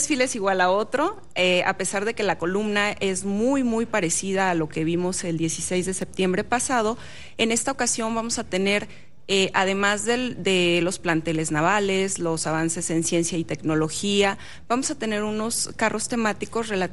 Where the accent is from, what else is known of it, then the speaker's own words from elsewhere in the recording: Mexico; somos mexicanos como cualquier otro